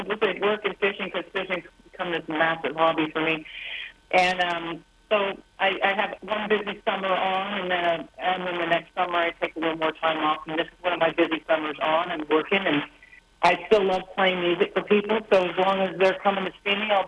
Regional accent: Canada; how proud I am to be Canadian.

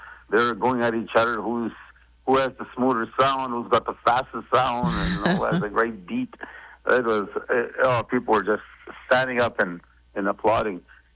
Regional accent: Duck Bay, Manitoba, Canada; I speak Soto, and that's what we grew up in Duck Bay on. We used to have Michif. We had Michif that moved in, and it was spoken by so many in our village

